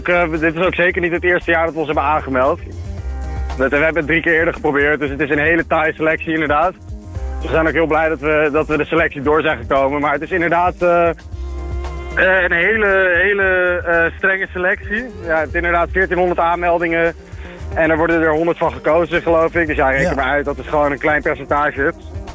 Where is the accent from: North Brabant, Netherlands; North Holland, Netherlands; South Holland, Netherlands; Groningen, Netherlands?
North Holland, Netherlands; Haarlem; Nou ja, we zijn hele nette jongens hoor, dus het valt nog wel mee. We komen uit Haarlem, tenslotte.